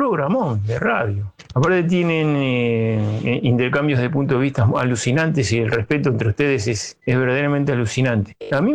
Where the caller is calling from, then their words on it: La Tablada, Buenos Aires Province, Argentina; acá de La Tablada.